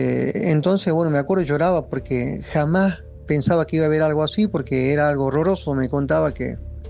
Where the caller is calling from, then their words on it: Tucumán, Argentina; de Tucumán.